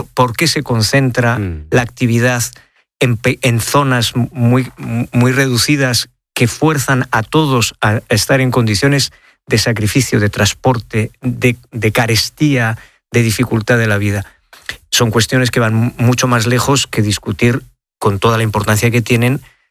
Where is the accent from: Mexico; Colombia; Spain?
Spain